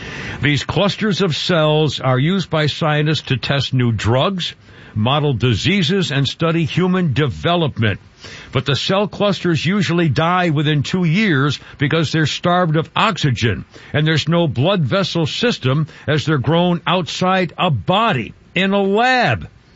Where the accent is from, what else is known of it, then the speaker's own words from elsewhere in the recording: New England, United States; born there; I'd never listened to country music. I was born in New England, you know, so wasn't around.